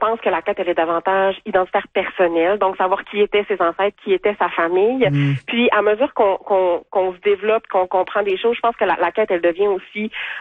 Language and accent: French; Quebec, Canada; Puis nous, on les a invités à venir chez nous en Allemagne, au Saguenay-Lac-Saint-Jean